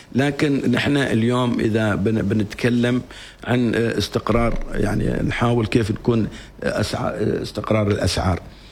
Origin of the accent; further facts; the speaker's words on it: Oman; اليوم نحن كمجتمع عماني في تزايد